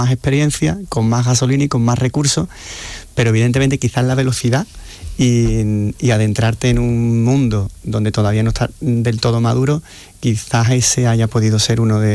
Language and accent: Spanish; Seville, Andalusia, Spain; sabemos que somos sevillanos, que somos andaluces y que hacemos las cosas de una manera diferente